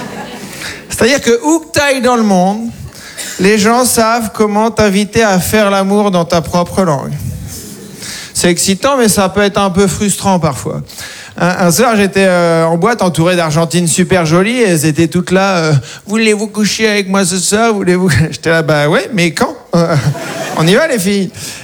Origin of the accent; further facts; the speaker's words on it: Caen, Normandy, France; also born or lived in Paris; Et moi, je viens de Caen, j'ai habité 10 ans à Paris, et là, je viens de déménager en banlieue.